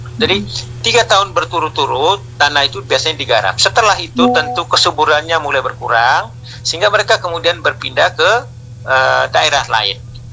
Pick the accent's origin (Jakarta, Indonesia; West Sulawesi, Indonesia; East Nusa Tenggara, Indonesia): East Nusa Tenggara, Indonesia; Manggarai; di kampung saya, misalnya di Rangat, Desa Bailolos ya